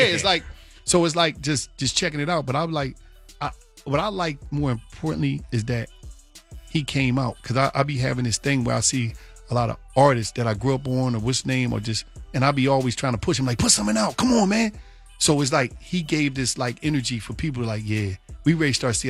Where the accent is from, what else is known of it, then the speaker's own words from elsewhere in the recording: Philadelphia, Pennsylvania, United States; I'm from Philly